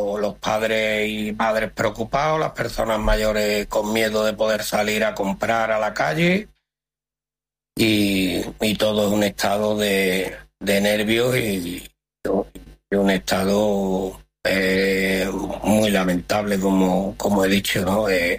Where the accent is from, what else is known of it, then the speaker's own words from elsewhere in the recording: Gerena, Andalusia, Spain; soy de Gerena, me considero muy de Ge